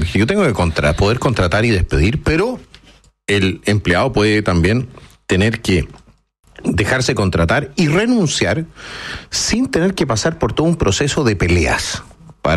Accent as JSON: {"language": "Spanish", "country": "Chile", "said": "somos todos chilenos, los empresarios y los trabajadores somos chilenos"}